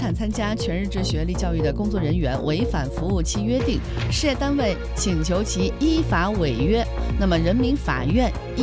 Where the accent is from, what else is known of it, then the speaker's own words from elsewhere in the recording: Kunming, Yunnan, China; 这是属于我们昆明人的嘚瑟